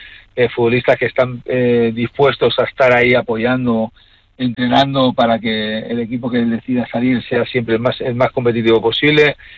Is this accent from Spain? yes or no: yes; Spain; al final es una satisfacción como español que soy